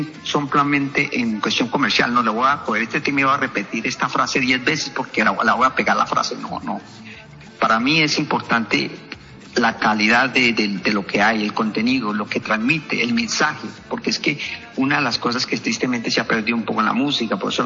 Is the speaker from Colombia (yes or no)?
yes; Colombia; tenemos un país hermoso